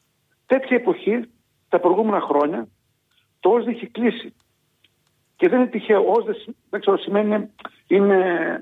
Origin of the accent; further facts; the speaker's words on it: Thessaly, Greece; στο χωριό μου, το οποίο η μητέρα Καρδίτης έχει γυμνάσιο.